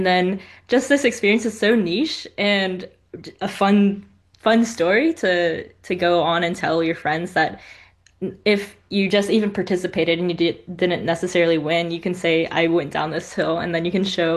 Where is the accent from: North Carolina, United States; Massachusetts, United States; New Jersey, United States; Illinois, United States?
North Carolina, United States; Raleigh; I am from Raleigh, North Carolina, and I was asking all my friends around in the area and family if they know any big hills